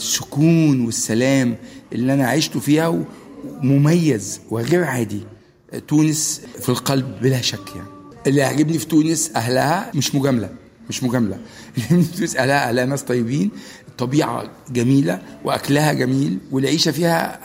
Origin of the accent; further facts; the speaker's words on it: Egypt; now in Tunisia; أنا مصري عربي مسلم وبكلمكم الآن من تونس الحبيبة